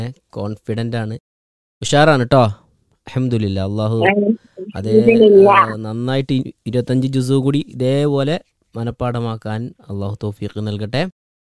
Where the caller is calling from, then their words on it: Malappuram district, Kerala, India